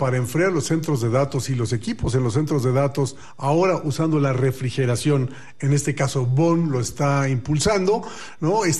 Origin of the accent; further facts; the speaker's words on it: Mexico; nosotros como mexicanos